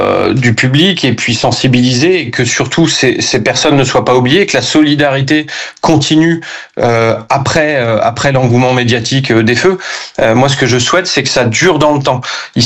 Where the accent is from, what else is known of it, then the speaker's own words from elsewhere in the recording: Le Temple, Nouvelle-Aquitaine, France; Moi, je suis du Temple, on bénéficie aussi des commerces du Porche.